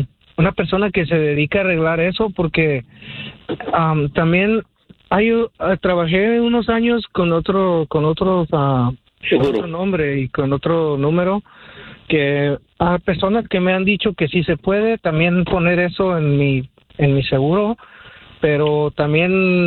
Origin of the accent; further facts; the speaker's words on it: León, Guanajuato, Mexico; De Mero León. No, de ahí soy.